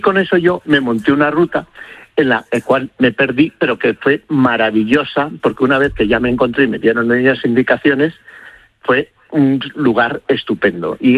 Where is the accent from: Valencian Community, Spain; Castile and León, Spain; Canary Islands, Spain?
Castile and León, Spain; ella era de origen austriaco y él era de cerca de mi pueblo, era de Piedrahíta, de al lado